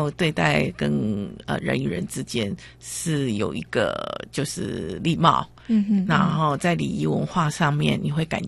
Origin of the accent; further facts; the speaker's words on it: Taiwan; also born or lived in Japan; 然后会觉得日本人的那个态度跟我们台湾人的那种感受是不同的。